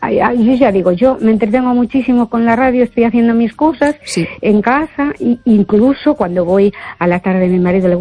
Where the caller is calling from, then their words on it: A Coruña, Galicia, Spain; Desde La Coruña